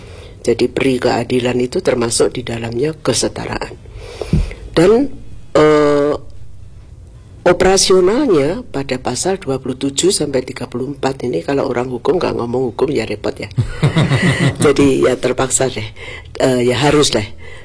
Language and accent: Indonesian; Malang, East Java, Indonesia; Saya warga RT 10 RW 3 Gading Kasri gitu.